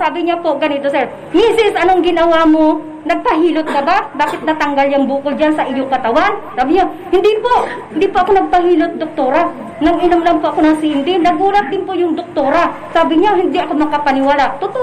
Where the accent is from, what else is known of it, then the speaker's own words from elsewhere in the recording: Mansalay, Mimaropa, Philippines; taga Santa Brigida, Mansalay, Oriental, Mindoro.